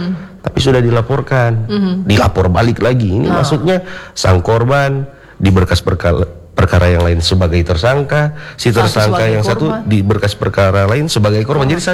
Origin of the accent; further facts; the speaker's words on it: North Sulawesi, Indonesia; Sebagai orang Sulawesi Utara juga ya pasti sering dengar ya.